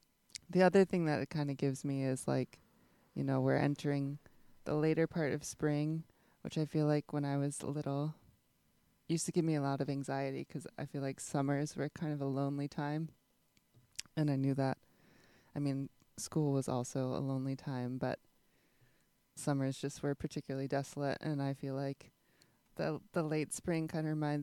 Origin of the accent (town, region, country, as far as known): Midwest, United States